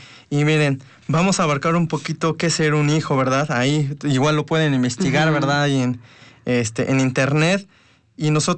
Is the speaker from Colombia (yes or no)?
no; Puebla, Mexico; born there; yo nací aquí en Puebla